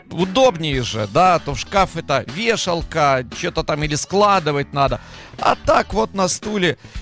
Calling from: Hadera, Haifa District, Israel; Здравствуйте … из Хадеры.

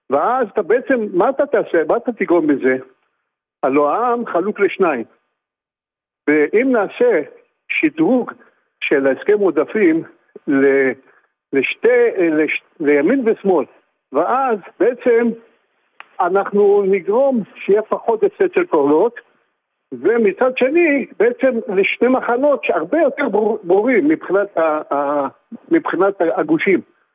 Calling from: Netanya, Central District, Israel

